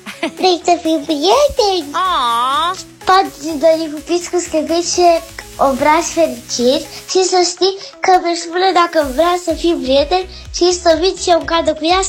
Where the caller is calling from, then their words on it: Cluj-Napoca, Cluj County, Romania; din Cloj. Am 9 ani